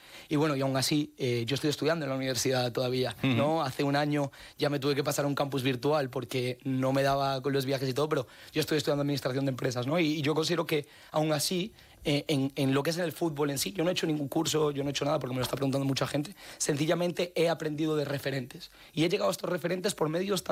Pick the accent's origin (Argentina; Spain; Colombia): Colombia; Yo jugaba al fútbol de pequeño, yo vivía en Colombia